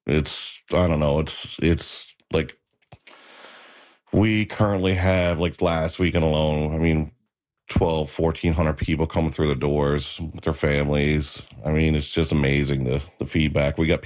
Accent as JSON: {"language": "English", "town": "Clarenville", "region": "Newfoundland and Labrador", "country": "Canada", "tie": "born or raised there", "said": "I grew up in Clarenville"}